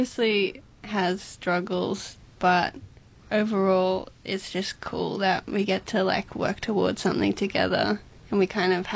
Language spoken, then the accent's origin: English; Canberra, Australian Capital Territory, Australia; we're both from Canberra. We know that it's a little difficult to get people to come to shows in Canberra.